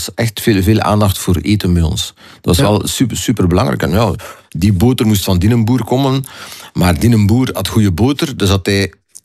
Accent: Zottegem, Flanders, Belgium; Ik ben geboren in Zottegem. Ik heb gewoond in Herzelen

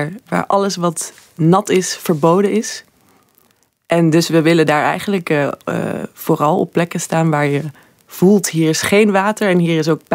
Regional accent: Netherlands; moved away as an adult; now in Belgium; Het is een mix van Nederlands en Vlaams. Je hoort, ik kom uit Nederland.

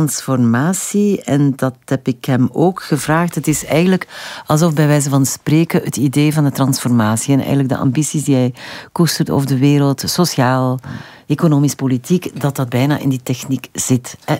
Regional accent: West Flanders, Belgium; accent: West Flemish; soms ben ik een West-Vlaamse

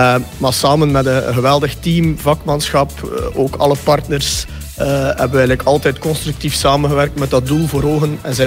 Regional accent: Ostend, West Flanders, Belgium; ik ben zelf van Oostende, dus ik passeer hier al jaren.

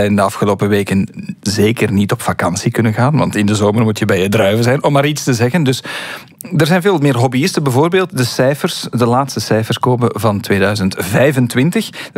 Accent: Belgium; Nu, we drinken dat op een week op, als Belgen.

